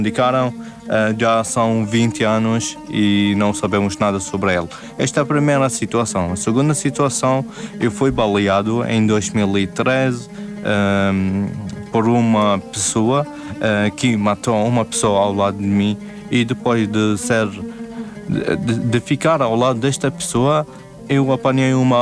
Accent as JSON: {"language": "Portuguese", "country": "Iraq", "moved": "yes", "said": "Começo o meu processo no Iraque. Eu saí do Iraque por causa das duas situações que aconteceram na minha vida e na vida da minha família."}